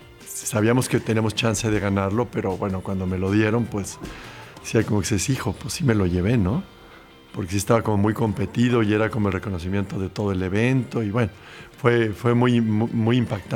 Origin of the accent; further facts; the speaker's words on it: Mexico; sé que soy mexicano